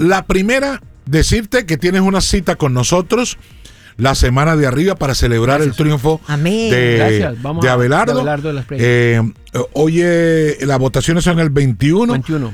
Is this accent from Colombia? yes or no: yes; Colombia; Sobre todo como colombiano